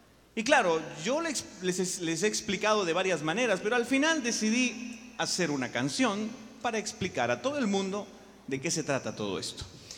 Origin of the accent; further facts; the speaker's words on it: Peru; soy músico católico, soy de Perú, tengo 20 años.